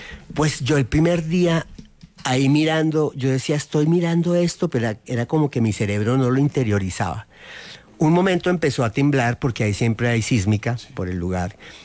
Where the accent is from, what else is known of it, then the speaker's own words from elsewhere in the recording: Tunja, Boyacá, Colombia; now in Bogotá, Colombia; Tunja es muy bonito y es mi tierra, pero era un pueblito así